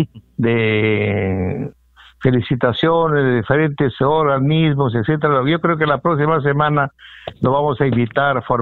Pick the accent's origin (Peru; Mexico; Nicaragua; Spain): Peru; aquí hay que ser creativos como peruanos